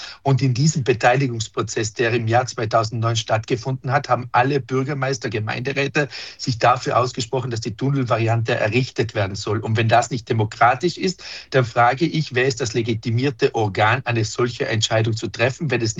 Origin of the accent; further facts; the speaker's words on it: Trentino-Alto Adige, Italy; Wir werden es als Südtiroler nicht schaffen, die Schweiz vor den Karren zu spannen